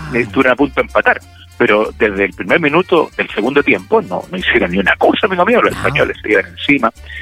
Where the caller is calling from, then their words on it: Valparaíso, Chile; está bien agradable en todo este sector de la quinta región, Costa Norte